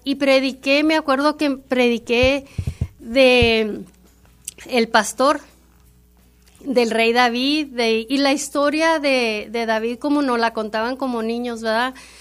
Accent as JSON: {"language": "Spanish", "town": "Ciudad Juárez", "region": "Chihuahua", "country": "Mexico", "tie": "born or raised there", "also_born_or_lived": "Nuevo Casas Grandes, Chihuahua / El Largo Maderal, Chihuahua", "said": "Allí nací y me crié en Juárez. Me crié en Juárez"}